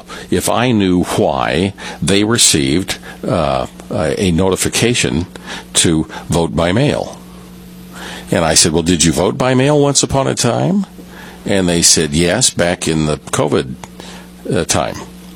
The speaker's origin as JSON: {"language": "English", "region": "Illinois", "country": "United States", "tie": "born or raised there", "said": "I remember years ago as a kid, I grew up in Southern Illinois"}